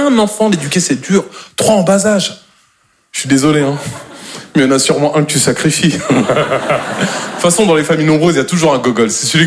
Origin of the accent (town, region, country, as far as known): Normandy, France